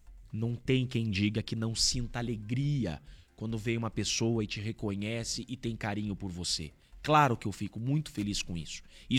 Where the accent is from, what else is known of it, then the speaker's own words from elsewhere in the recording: Curitiba, Paraná, Brazil; born there; Eu sou nascido em Curitiba. Meu pai é nascido em Bela Vista do Paraíso, que é do lado de Londrina, e a minha mãe é nascida em Paranaguá.